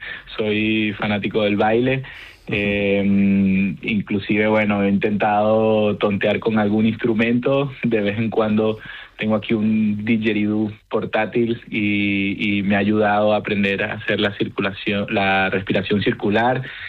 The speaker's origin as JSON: {"language": "Spanish", "town": "Caracas", "region": "Capital District", "country": "Venezuela", "tie": "born there", "said": "primero quisiera aclarar que aunque que nací en Caracas, soy español de origen."}